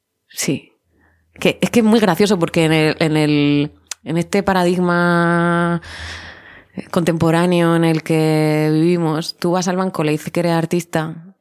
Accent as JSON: {"language": "Spanish", "town": "Murcia", "region": "Region of Murcia", "country": "Spain", "said": "justo yo estaba en Murcia, porque yo soy de Murcia."}